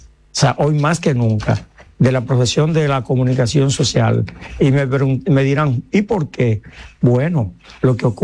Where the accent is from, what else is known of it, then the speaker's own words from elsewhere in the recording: Santo Domingo Este, Santo Domingo, Dominican Republic; Nosotros somos de Santo Domingo Este.